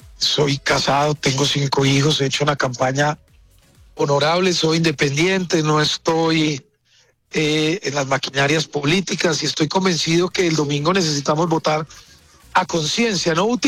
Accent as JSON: {"language": "Spanish", "town": "Medellín", "region": "Antioquia", "country": "Colombia", "tie": "born or raised there", "said": "somos bachilleres del Colegio San José, nacimos en Medellín y creemos que podemos hacer un trabajo para Antioquia y para Colombia muy bueno."}